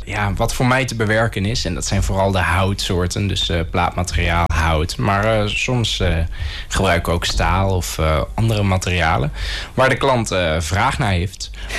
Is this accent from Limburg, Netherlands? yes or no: no; Kesteren, Gelderland, Netherlands; born there; Ik ben geboren in Kesteren, in Gelderland. En mijn moeder was zelf ook erg creatief, dus ze kon niet stilzitten. Dus we zijn heel veel verhuisd. In totaal ben ik nu 20 keer verhuisd.